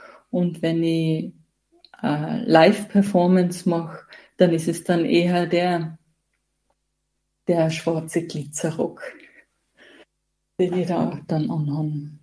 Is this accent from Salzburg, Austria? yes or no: no; Tyrol, Austria; Und der Hut, es ist ein aufwendig bestickter Bänderhut, der atypisch ist fürs Iseltal, da wo ich aufgewachsen bin.